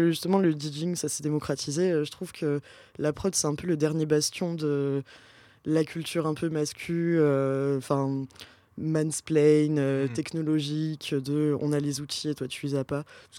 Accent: Pau, Nouvelle-Aquitaine, France; je viens du sud-ouest de la France. Je viens de Pau, dans le Béarn.

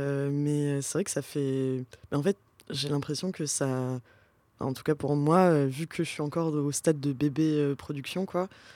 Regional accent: Pau, Nouvelle-Aquitaine, France

